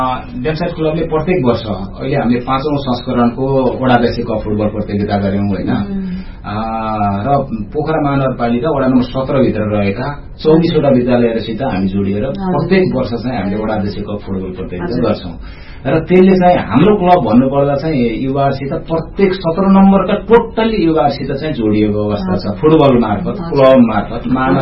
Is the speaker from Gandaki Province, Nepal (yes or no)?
yes; Pokhara, Gandaki Province, Nepal; born there; मेरो जन्म त मासबारमा भएको